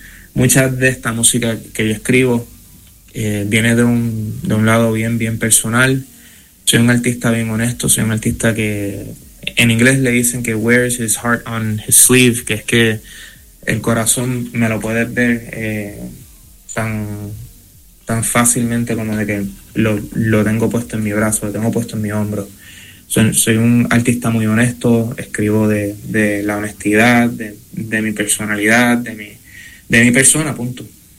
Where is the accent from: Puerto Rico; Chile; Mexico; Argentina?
Puerto Rico; Siendo puertorriqueño